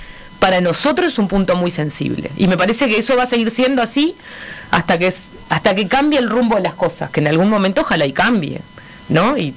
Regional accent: Uruguay; Siento que este es mi gobierno, no solo porque soy uruguaya

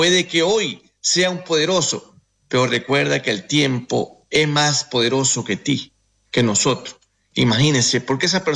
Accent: Ecuador; moved away; ahora en Ecuador estamos con guerra interna.

